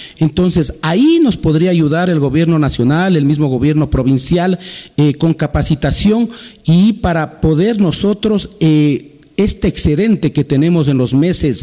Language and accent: Spanish; Píllaro, Tungurahua, Ecuador; Yo soy de Santiago de Píllaro, también soy concejal rural del cantón Santiago de Píllaro